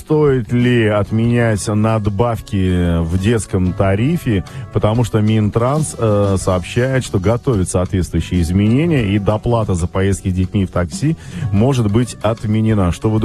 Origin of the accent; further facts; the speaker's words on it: Vladimir, Vladimir Oblast, Russia; Так, я из Владимира, города, было сообщение, я почему-то его потерял